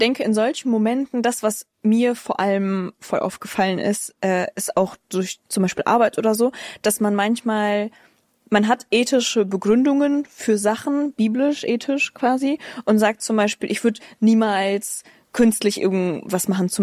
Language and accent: German; Germany; Ich bin Deutsche.